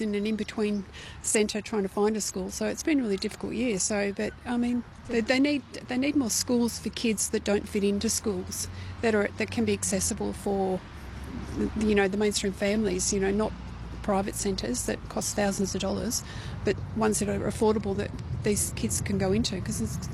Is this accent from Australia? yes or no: yes; Kewdale, Western Australia, Australia; We're from Kewdale.